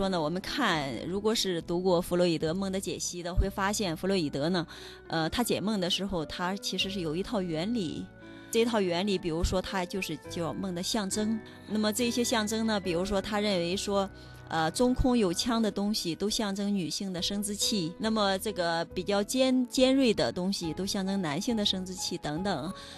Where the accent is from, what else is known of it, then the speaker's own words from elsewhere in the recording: China; 我们中国人